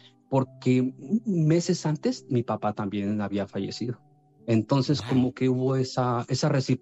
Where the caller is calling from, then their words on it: Tlaxcala, Mexico; Somos de Tlaxcala, por cierto.